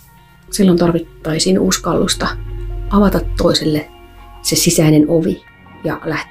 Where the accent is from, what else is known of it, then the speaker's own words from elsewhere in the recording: Jyväskylä, Central Finland, Finland; now in Hyvinkää, Finland; Ja tällä hetkellä tehdään musiikkia Hyvinkäällä. Alun perin mä oon Jyväskylästä ja Ilkka Tampereelta.